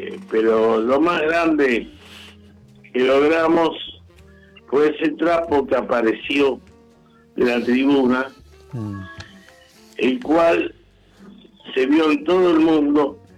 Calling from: San Fernando, Buenos Aires Province, Argentina; de San Fernando.

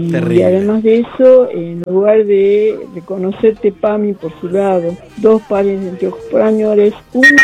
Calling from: Lomas, Buenos Aires Province, Argentina

